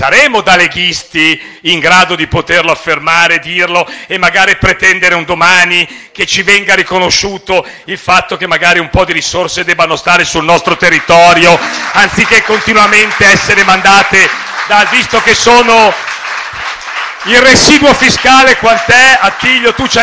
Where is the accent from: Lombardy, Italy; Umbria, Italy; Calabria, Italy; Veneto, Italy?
Lombardy, Italy; io devo essere messo nelle condizioni, visto che sono lombardo, visto che sono segretario della Lega Lombarda